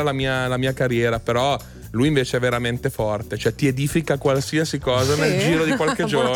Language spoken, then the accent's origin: Italian; Bergamo, Lombardy, Italy; Io sono molto più pragmatico anche da bergamasco